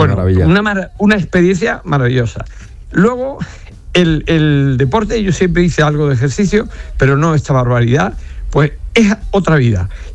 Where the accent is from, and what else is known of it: Andalusia, Spain